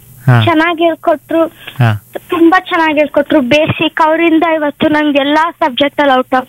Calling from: Bangalore, Karnataka, India; first language Kannada; Bangalore Wilson garden ಇಂದ.

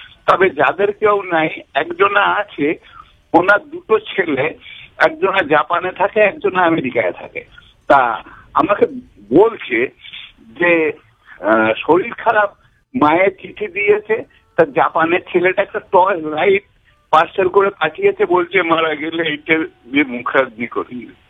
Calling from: Howrah, West Bengal, India; হাওড়া পুরি থেকে

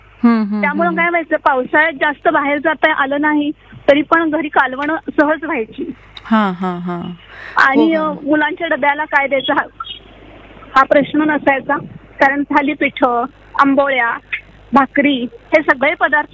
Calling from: Navi Mumbai, Maharashtra, India; मी खारघरला राहते.

